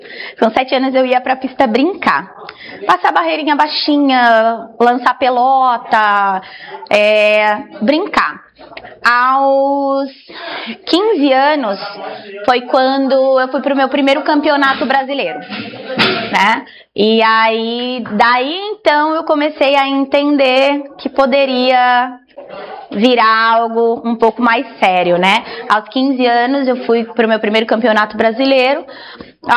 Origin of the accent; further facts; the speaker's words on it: Jundiaí, São Paulo, Brazil; moved away; eu sou de Jundiaí